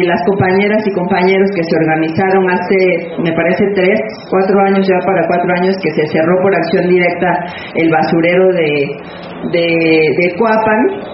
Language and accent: Spanish; Tehuacán, Puebla, Mexico; yo soy de aquí, de Tehuacán, en donde estamos